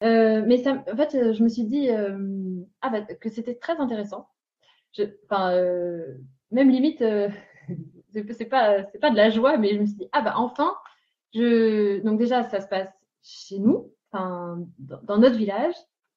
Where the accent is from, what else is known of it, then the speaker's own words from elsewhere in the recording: Provence-Alpes-Côte d'Azur, France; moved away; Parce que moi, je viens des Alpes-de-Haute-Provence, donc de la moyenne montagne, où il y a beaucoup, beaucoup moins de pollution.